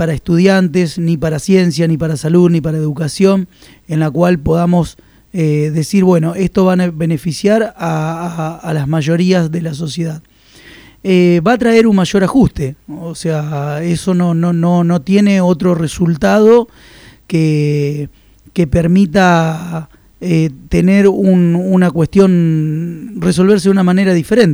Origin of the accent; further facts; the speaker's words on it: Argentina